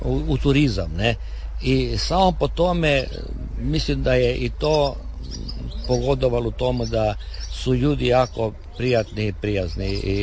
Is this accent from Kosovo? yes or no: no; Brtonigla, Istria County, Croatia; now in Slovenia; ja sam iz Brtonigle. Svi su nekako, većina smo iz Istre